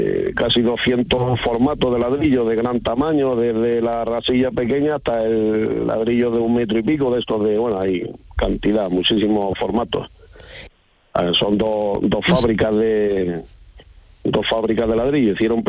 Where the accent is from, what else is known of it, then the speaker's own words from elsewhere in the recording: Junquera, Andalusia, Spain; now in Valencia de Don Juan, Spain; Yo soy de un pueblo de Málaga, de Junquera.